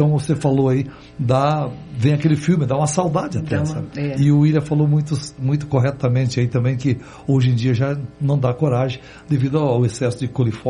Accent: Céu Azul, Paraná, Brazil; moved away; Fiz lá em Céu Azul, a cidadezinha do oeste do Paraná, onde eu me criei.

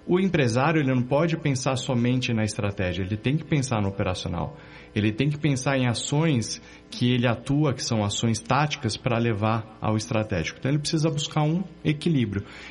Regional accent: São Paulo, Brazil; also born or lived in Mexico / Porto Alegre; now in Curitiba, Brazil; Eu sou nascido em São Paulo, paulistano raiz.

